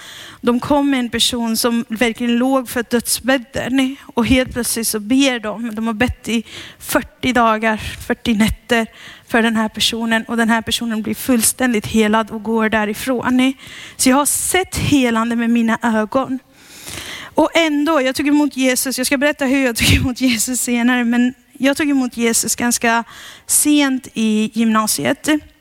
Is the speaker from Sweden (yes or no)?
no; Pakistan; also born or lived in Sri Lanka; När jag växte upp, jag är uppvuxen i Pakistan och jag är uppvuxen i Sri Lanka och jag är uppvuxen på kampanjer.